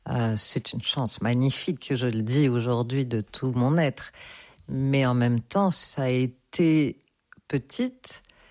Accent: Tunisia; born there; je suis née en Tunisie aussi

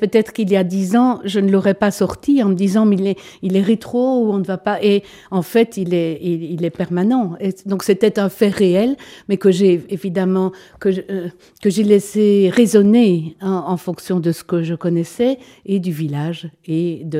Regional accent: Belgium; J'étais originaire de Abbé, donc de Tuy Gomez.

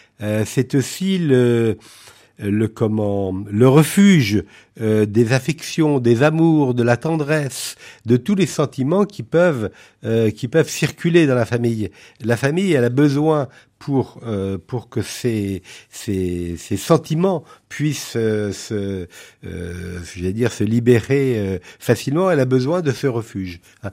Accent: Brittany, France; born or raised there; now in Vendée, France

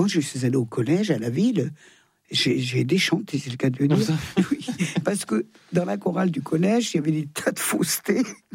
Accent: Thonon-les-Bains, Auvergne-Rhône-Alpes, France; born there; Je suis née à Thonon.

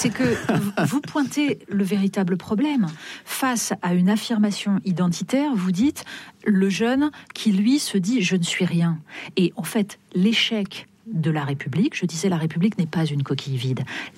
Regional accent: France; nous sommes français, nous partageons une identité commune qui est essentiel

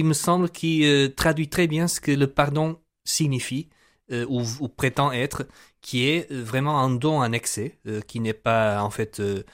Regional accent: Portugal; Moi, je suis portugais

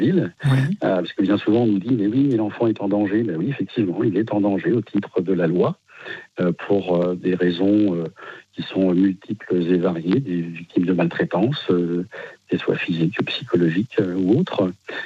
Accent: Pays de la Loire, France; Alors je suis du Maine-et-Loire.

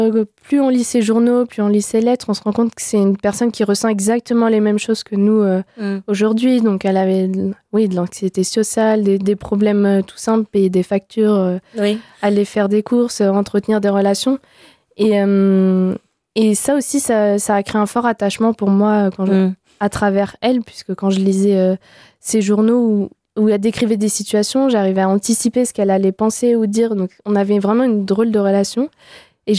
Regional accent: France; also born or lived in Belgium; c'était assez simple l'accès en tant que française et belge au Royaume-Uni pour avoir accès aux archives.

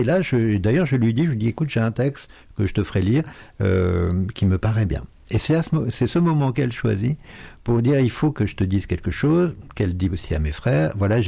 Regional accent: Nice, Provence-Alpes-Côte d'Azur, France; born there; je suis né à Nice d'ailleurs, ce qui est absurde, ma grand-mère, de peur que les voisins voient que ma mère au ventre arrondi, elle l'avait exilée, il n'y a pas d'autre mot, sur les hauteurs de Nice, chez des bergers

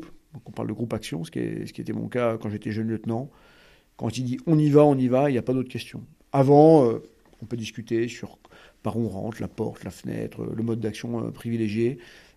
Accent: France; Et puis, en tant que Français, c'est aussi un Saint-Patron de la France.

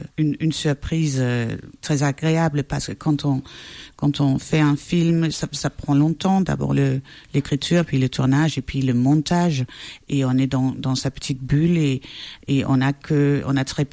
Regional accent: Denmark; à 9 ans, on a déménagé d'un coin du Danemark à un autre coin du Danemark, et on se moquait tellement de moi à l'école à cause de mon accent

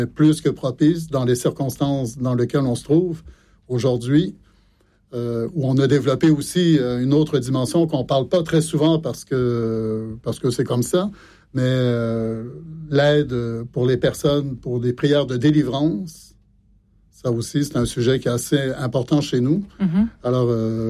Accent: Montreal, Quebec, Canada; born or raised there; moved away as an adult; now in Fontenay, France

